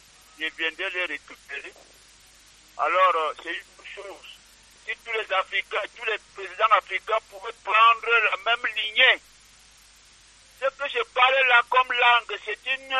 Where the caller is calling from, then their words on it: Cameroon; French is a second language; Je devais faire tenir mes discours dans mon patois camerounais